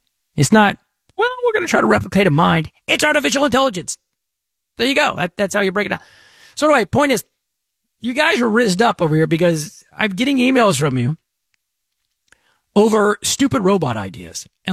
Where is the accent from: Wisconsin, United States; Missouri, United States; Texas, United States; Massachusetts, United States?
Texas, United States; when I was a kid growing up in Texas and my parents made me mow their lawn?